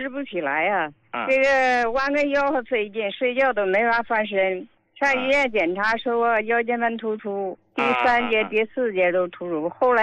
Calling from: Harbin, Heilongjiang, China; 我是哈尔滨的患者。

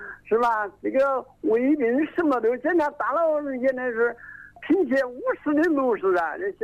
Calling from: China; 我是中乡市南湖六桥山的，

